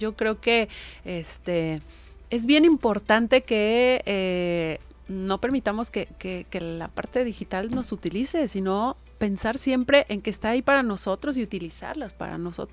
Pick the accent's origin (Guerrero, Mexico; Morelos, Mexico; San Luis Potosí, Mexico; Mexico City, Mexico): Guerrero, Mexico; San Marcos; born or raised there; also born or lived in Acapulco